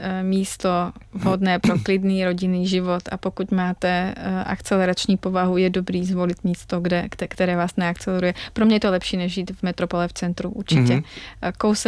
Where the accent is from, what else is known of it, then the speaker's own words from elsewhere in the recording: Slovakia; now in České Budějovice, Czechia; jsem ze Slovenska